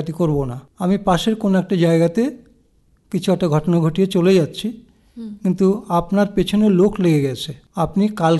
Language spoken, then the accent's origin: Bangla; Kolkata, West Bengal, India; also born or lived in Dum Dum / Faridpur, Bangladesh (family origin); আমার জন্ম কলকাতার কাকুরগাছিতে, 13 জানুয়ারি 1956। এখন যেখানে ডক্টর বিধানচন্দ্র শিশু হসপিটাল আছে, একদম ওর খুব কাছেই ছিল যেখানে জন্ম হয়েছে সেই জায়গাটা।